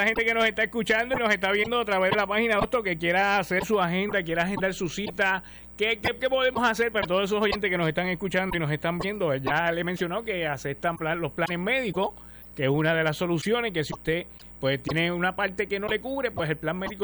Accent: Puerto Rico

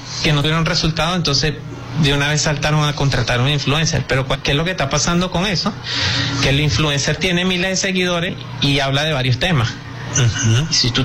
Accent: Venezuela; Entonces, nosotros como venezolanos, pues decidimos aportar

